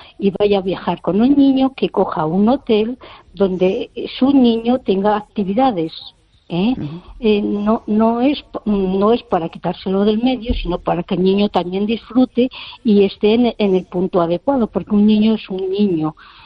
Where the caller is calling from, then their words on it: Ourense, Galicia, Spain; Desde Orense.